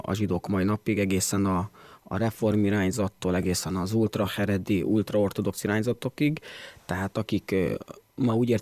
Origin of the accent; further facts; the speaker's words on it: Hungary; a demokráciába átléptünk itt Magyarországon